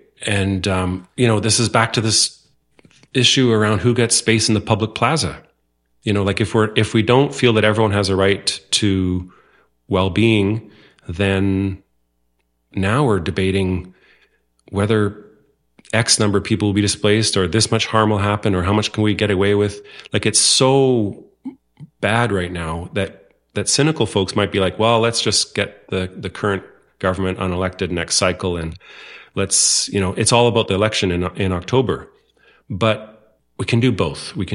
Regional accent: North Vancouver, British Columbia, Canada; born or raised there

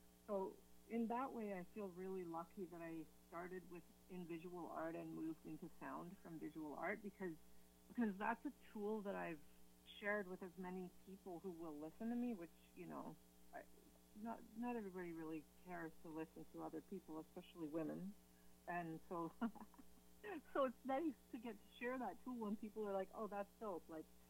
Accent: Calgary, Alberta, Canada; moved away; also born or lived in Victoria, BC / Vancouver; in the early to mid 90s, I was living in Victoria, BC, but I was raised in Calgary.

